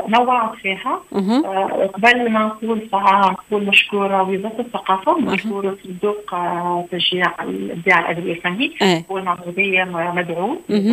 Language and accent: Arabic; Tunisia; انا تونسيه